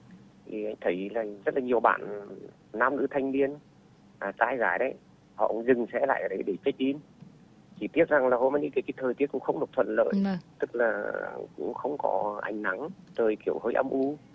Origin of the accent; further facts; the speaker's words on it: Nghe region, Vietnam; mảnh đất quê hương xứ nghệ chúng ta.